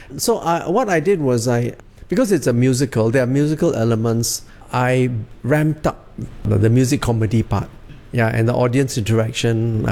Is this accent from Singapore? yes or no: yes; Singapore; I continue my search for this, for my Singapore identity.